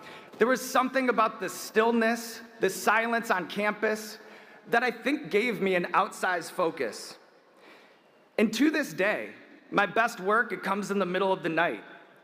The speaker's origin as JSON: {"language": "English", "region": "Illinois", "country": "United States", "tie": "born or raised there", "said": "The Midwest doesn't hand you confidence, it makes you build it. Growing up in Illinois, studying here, it makes you work for pats on the back"}